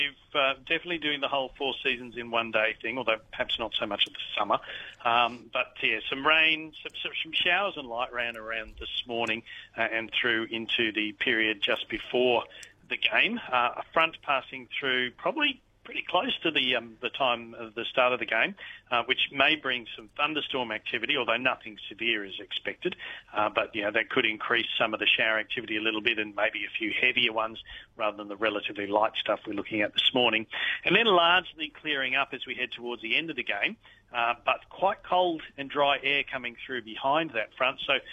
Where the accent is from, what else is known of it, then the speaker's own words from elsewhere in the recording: Queensland, Australia; also born or lived in Port Hedland, Australia / Broome, Australia; Look, I'm a Queenslander, but I spent 15 years until recently living in Port Hedland and Broome, so somewhat divided on that front.